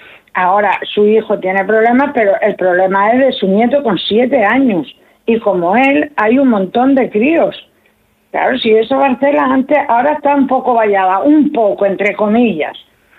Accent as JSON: {"language": "Spanish", "region": "Galicia", "country": "Spain"}